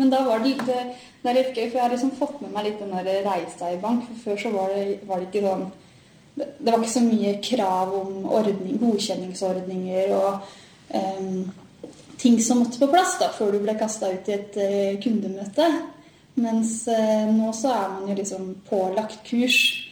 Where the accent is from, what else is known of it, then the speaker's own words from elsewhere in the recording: Nes, Buskerud, Norway; also born or lived in Gol; Født og oppvokst I Hallingdal, kan jeg jo si. For jeg har jo bodd på Nes egentlig som I starten, og så har jeg vært på Gol de siste årene.